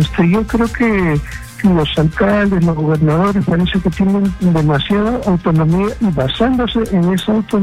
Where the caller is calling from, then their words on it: El Salvador district, Lima, Peru; acá en el distrito de El Salvador